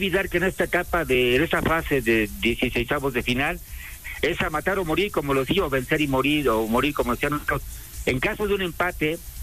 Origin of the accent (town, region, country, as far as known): Mexico